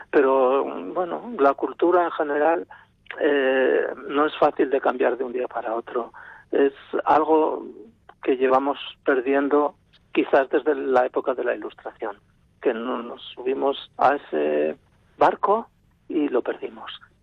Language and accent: Spanish; Sabiñánigo, Aragon, Spain; Nací en Sabiñánigo, viví allí, mi familia sigue viviendo allí.